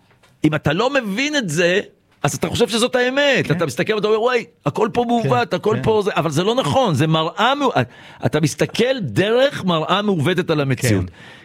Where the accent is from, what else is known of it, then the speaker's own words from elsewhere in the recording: Russia; אני רוסי מבטן ולידה